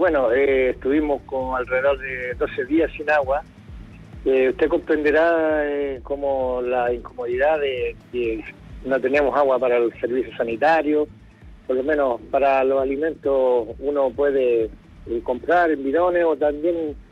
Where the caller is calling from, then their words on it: La Serena, Coquimbo, Chile; Desde el sector de las compañías altas aquí en La Serena.